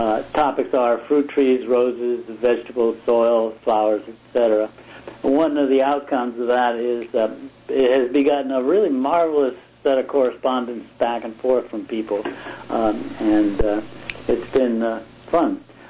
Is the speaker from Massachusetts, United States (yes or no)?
yes; Boston, Massachusetts, United States; now in Santa Cruz, United States; Yeah, I grew up in and around Boston area.